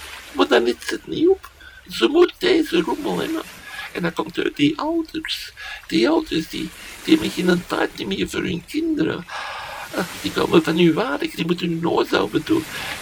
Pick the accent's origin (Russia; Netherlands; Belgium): Belgium; als Belg moet je maar geen slechte frieten serveren.